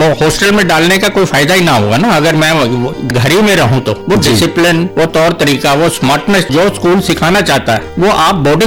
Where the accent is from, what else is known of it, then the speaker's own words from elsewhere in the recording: Kanchrapara, West Bengal, India; born there; मेरा बचपन कई जगह बीता हिंदुस्तान में, और पढ़ाई भी कई स्कूल कॉलेजों में हुई। शुरुआत हुई मेरी पैदाइश से काचरापाड़ा वेस्ट बंगाल में।